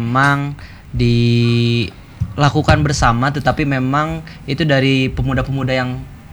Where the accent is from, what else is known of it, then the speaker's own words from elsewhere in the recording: Bandung, West Java, Indonesia; Asli Bandung juga